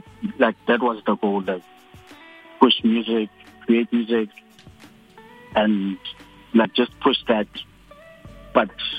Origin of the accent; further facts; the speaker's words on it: Tzaneen, Limpopo, South Africa; born there; I was born in Tzaneen.